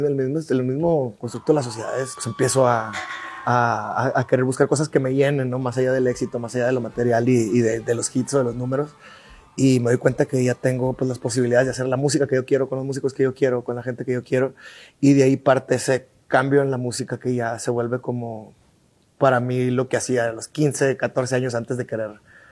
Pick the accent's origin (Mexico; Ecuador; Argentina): Mexico; Creo que como mexicanos tenemos pocos años que nos volvimos a dar cuenta de lo importante que es el representar nuestra cultura